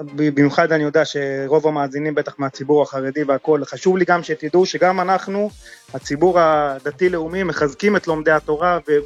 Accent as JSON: {"language": "Hebrew", "region": "Judea and Samaria", "country": "Israel", "said": "מהשומרון."}